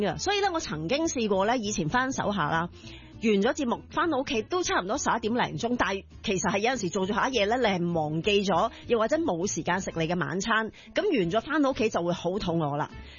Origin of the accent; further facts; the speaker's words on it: Hong Kong; 其实由细到大咧，我谂我即系作为一个香港人